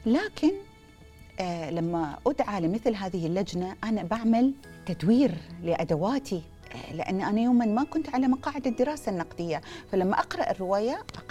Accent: Bahrain; now in Dubai, United Arab Emirates; كانوا محتاجين لبنت خليجية في الأخبار، كان تلفزيون دبي ما في أي وجه خليجي، يعني ما في مواطنين من الإمارات وما في مواطنة خليجية يعني خليجية موجودة. فأخذوني

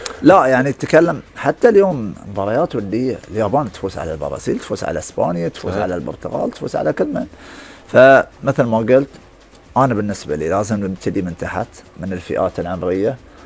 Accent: Bahrain; كخليجيين مو كبحرينيين وكعرب

